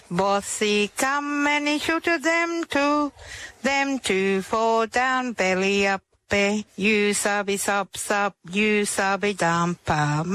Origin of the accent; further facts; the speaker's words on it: Carnarvon, Western Australia, Australia; moved away as an adult; now in Roebourne, Australia; because me as an Aboriginal person growing up in Carnarvon